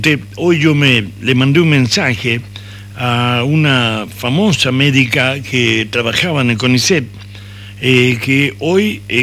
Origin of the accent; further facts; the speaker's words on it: La Rioja, Argentina; como riojanos, como locales